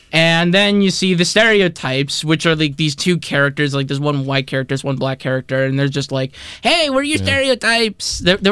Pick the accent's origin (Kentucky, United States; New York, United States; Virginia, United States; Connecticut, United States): New York, United States; I'm from New York, so there were no, like, homeless men on the subways.